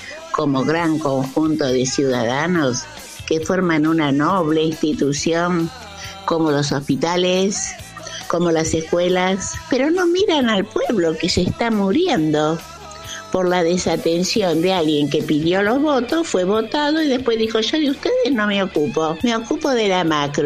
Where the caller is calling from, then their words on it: El Palomar, Buenos Aires Province, Argentina; del Palomar.